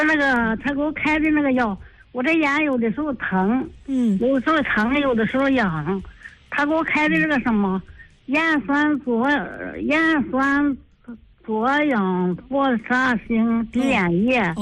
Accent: Baoding, Hebei, China; 我是保定的不是、

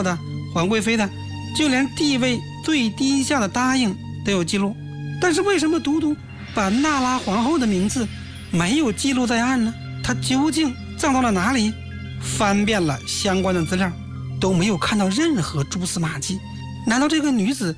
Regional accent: China; 我们中国人

